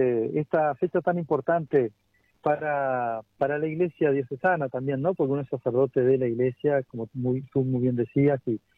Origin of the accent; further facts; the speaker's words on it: Tacuarembó, Uruguay; also born or lived in Montevideo, Uruguay / Paso de los Toros, Uruguay; Vuelvo a Tacuarembó, estoy un año por acá